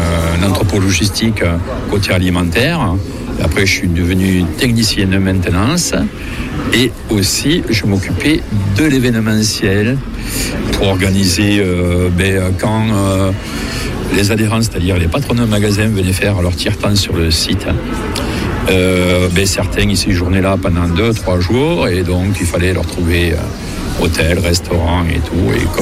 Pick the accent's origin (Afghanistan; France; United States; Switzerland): France; Montauban, Occitanie; alors, je suis né à Montauban, certes. J'habitais un quartier qui s'appelait Ville-Bourbon. Mais dans ma tendre enfance, les quartiers, c'était comme des petits villages